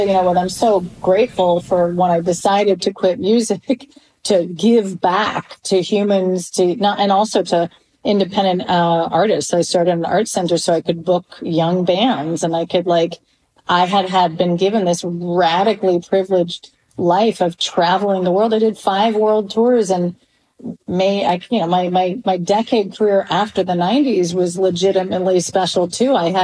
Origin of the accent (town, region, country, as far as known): Canada; born or raised there